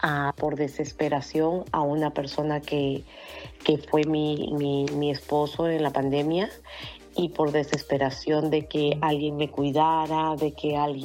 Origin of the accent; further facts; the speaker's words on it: Peru; now in United States; Yo vine con ese chip desde Perú, que una mujer la tiene que cuidar un hombre.